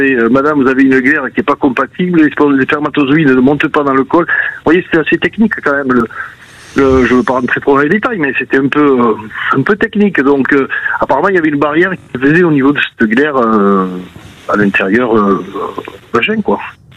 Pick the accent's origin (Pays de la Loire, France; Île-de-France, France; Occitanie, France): Occitanie, France; Toulouse; accent: Toulouse; Et mon accent de Toulouse.